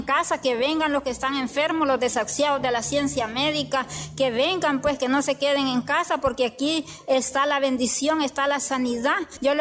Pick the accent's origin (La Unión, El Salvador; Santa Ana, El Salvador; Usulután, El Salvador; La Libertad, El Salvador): Santa Ana, El Salvador; Coatepeque; Cantón San Jacinto, Coatepeque.